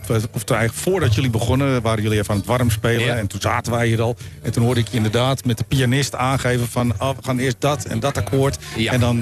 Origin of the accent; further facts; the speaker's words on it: Lelystad, Flevoland, Netherlands; Ik kom uit Lelystad, nou, jij van origine ook.